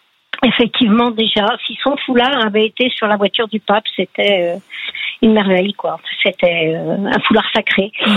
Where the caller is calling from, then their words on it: Île-de-France, France; je vous appelle de la grande banlieue parisienne, pas très loin de Melun.